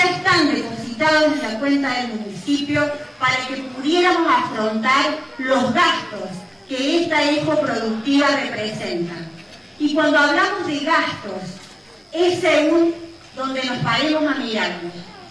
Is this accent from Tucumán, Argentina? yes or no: no; Villa Ascasubi, Córdoba, Argentina; los que somos de acá, de Villa Casubi